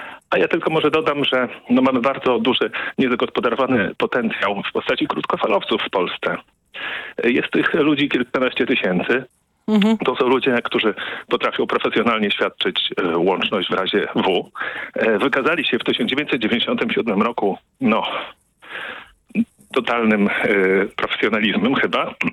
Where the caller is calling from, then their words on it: Łuków, Lublin Voivodeship, Poland; ja dzwonię z Łukowa.